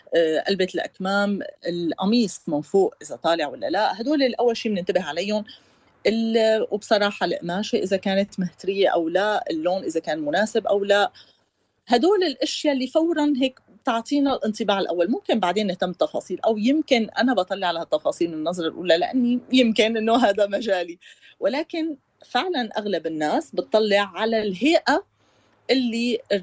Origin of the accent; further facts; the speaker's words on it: Syria; صراحة سألت على الموضوع لأني أكيد بهمني